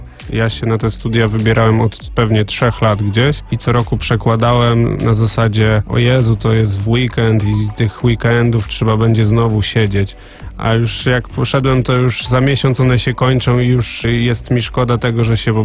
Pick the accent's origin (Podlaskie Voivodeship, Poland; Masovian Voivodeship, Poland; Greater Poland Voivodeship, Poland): Masovian Voivodeship, Poland; Warsaw; Dla mnie Praga też jest bardzo ważna, bo ja ogólnie pochodzę z Rembertowa, więc bliżej nawet niż Łukasz.